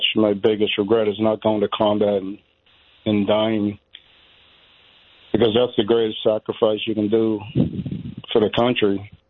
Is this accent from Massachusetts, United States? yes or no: yes; Chelmsford, Massachusetts, United States; now in Yorktown, United States; I mean, I'm from Mass, north of Boston, from Chelmsford.